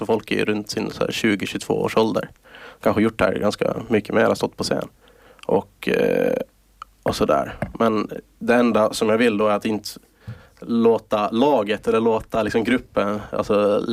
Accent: Åland, Finland; Så liksom, det är min hemort, det är Åland.

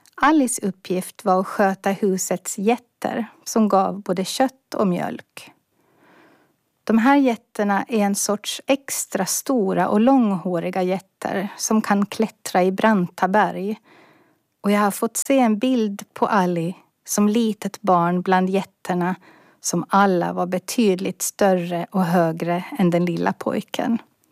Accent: Åland Islands; now in Stockholm, Sweden; och är född och uppvuxen på Åland men är bosatt i Stockholm

